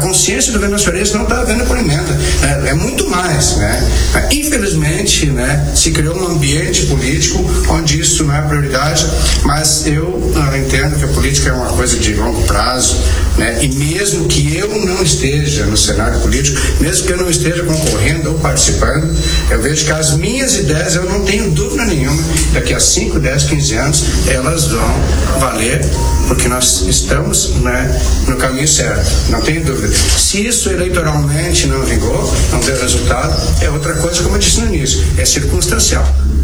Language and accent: Portuguese; Rio Grande do Sul, Brazil; now in Venâncio Aires, Brazil; e não quero fugir da responsabilidade como brasileiro, como gaúcho